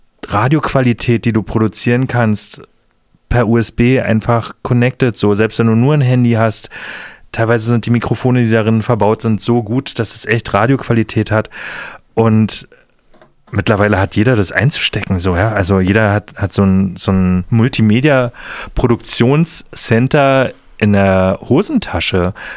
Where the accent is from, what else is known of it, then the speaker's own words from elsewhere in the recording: Germany; now in Dresden, Germany; ich bin in der DDR groß geworden